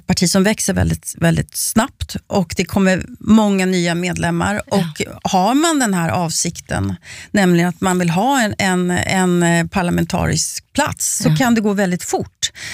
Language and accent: Swedish; Sweden; Som svensk så skäms jag ju särskilt för detta politiskt icke-korrekta.